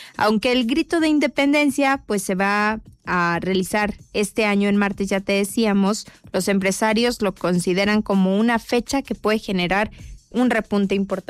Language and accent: Spanish; Mexico; ya somos mexicanos